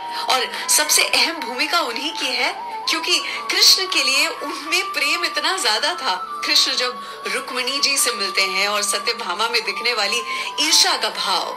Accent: Ahmedabad, Gujarat, India; मैं गुजरात से हूँ, अहमदाबाद से हूँ

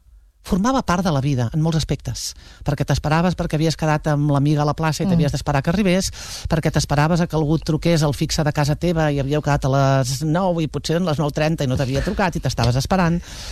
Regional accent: Prats de Lluçanès, Catalonia, Spain; Clar, tio, és que jo soc de Prats de Lluçanès.

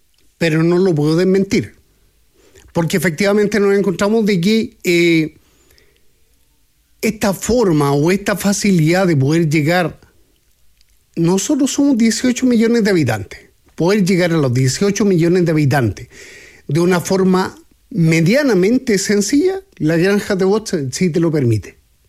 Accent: Chile; siendo chileno

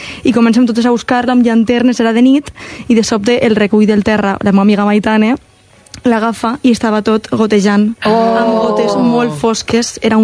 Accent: Castelló de la Plana, Valencian Community, Spain; aquest març passat, a les festes del meu poble a Castelló, les festes de la Magdalena

